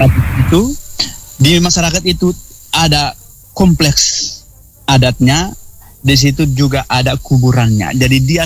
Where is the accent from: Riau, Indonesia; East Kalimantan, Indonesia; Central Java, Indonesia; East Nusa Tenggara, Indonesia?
East Nusa Tenggara, Indonesia; Wolokai; Masyarakat adat dan budaya suku Lio teristimewa kami orang Wolokai.